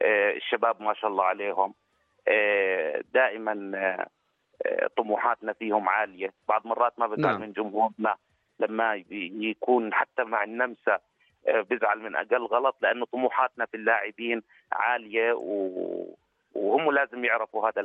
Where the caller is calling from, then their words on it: Jordan; احنا كأردنيين